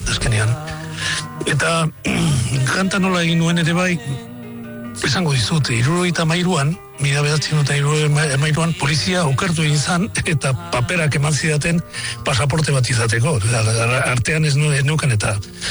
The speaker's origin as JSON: {"language": "Basque", "town": "Vitoria-Gasteiz", "region": "Basque Country", "country": "Spain", "tie": "born or raised there", "also_born_or_lived": "Tarragona / Algeciras", "said": "ni Tarragona sortua naiz, baina Tarragonan bi urte baino ez nuen egin, gero hartik handik Algezira zera junginan, eta gero azkenean Gasteizera"}